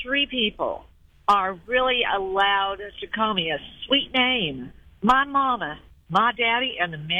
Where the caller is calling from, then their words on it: North Carolina, United States; I'm from Western North Carolina